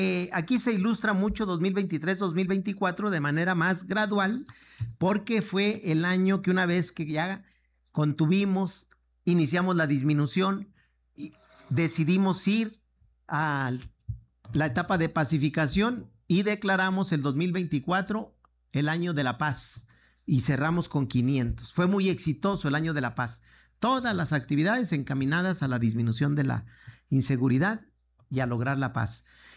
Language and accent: Spanish; Fresnillo, Zacatecas, Mexico; born there; Fresnillo, además de que es mi tierra